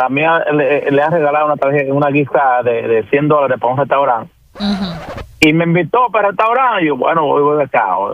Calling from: Boston, Massachusetts, United States; yo vivo en Boston

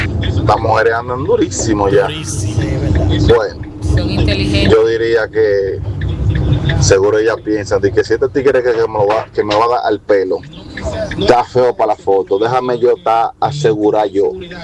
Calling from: El Salvador; Soy salvadoreño

